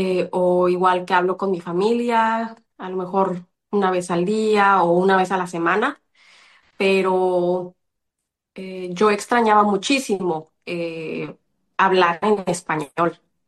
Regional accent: Puebla, Mexico; moved away as an adult; now in Denmark; Somos de Puebla.

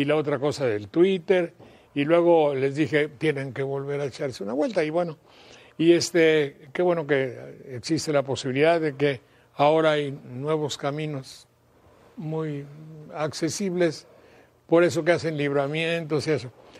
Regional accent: Veracruz, Mexico; born there; Pero en mi caso es muy raro porque los de Bandería dicen que soy de Jalapa. Y los de Jalapa dicen que soy Bandería. Ninguno quiere aceptarme como mi tierra de nacimiento.

